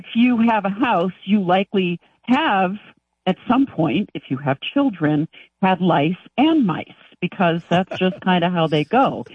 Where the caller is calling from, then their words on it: Doylestown, Pennsylvania, United States; I'm calling from Doylestown, Pennsylvania. I'm a polyglot.